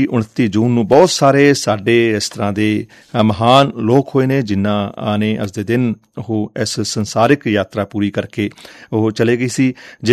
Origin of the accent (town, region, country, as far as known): Punjab, India